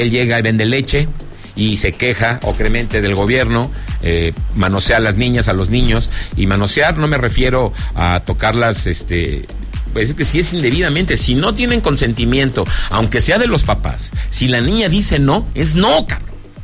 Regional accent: Zacatecas, Mexico; aquí, en mi tierra Zacatecas

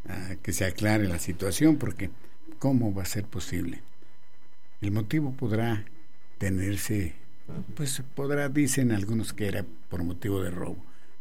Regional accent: Zacatecas, Mexico; cómo somos los zacatecanos

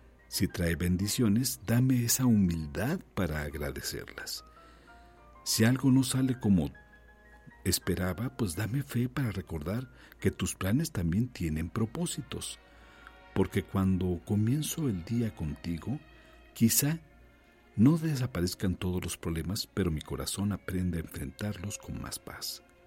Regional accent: Mexico; el hecho de saber que somos mexicanos

